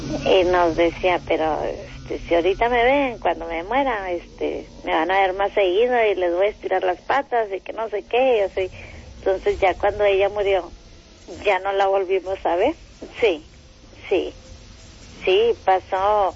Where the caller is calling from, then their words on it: Monterrey, Nuevo León, Mexico; a nosotros nos pasó allá en Monterrey, yo soy de Monterrey